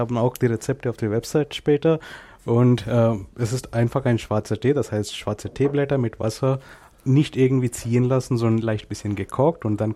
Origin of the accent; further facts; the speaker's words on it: India; first language Kannada; German is a second language; Meine Muttersprache heißt Kanada, genau wie das Land Kanada. Aha. Eigentlich, lustigerweise. Aber das ist einer der mehr offiziellen Sprachen in Indien.